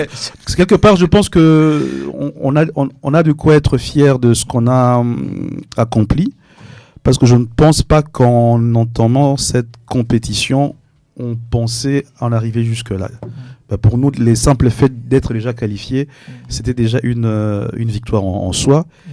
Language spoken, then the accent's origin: French; DR Congo; en tant que Congolais, ça crée quand même une fierté.